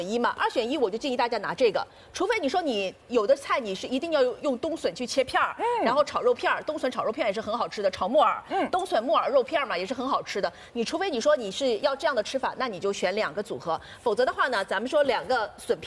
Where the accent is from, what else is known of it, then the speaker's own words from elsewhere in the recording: Jiangxi, China; moved away; 因为我自己是江西人，我们江西人对笋子是。就是从骨子里的热爱